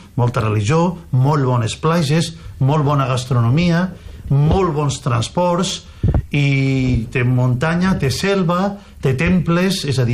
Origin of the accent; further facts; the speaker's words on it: Vinaròs, Valencian Community, Spain; born there; aunque vaig néixer a Vinaròs i me sento profundament vinarossenc, pues estic poc temps aquí.